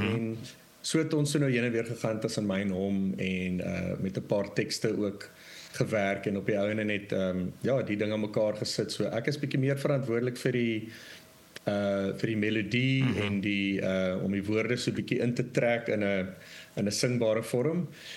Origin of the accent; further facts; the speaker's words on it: George, Western Cape, South Africa; also born or lived in Kempton Park, Gauteng; now in Stellenbosch, South Africa; ons is daar weg toe ek lekker jong was, en George toe getrek, was so 9 jaar oud. En eindelijk maar daar groot geword, school gegaan, al die dinge. En ja, na school Stellenbosch toe.